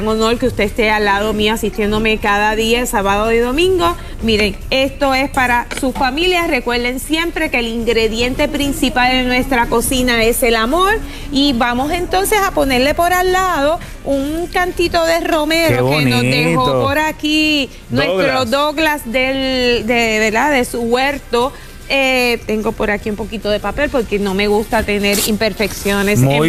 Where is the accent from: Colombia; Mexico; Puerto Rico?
Puerto Rico; Ciales; dentro de mi familia, que mi esposo también es de Ciales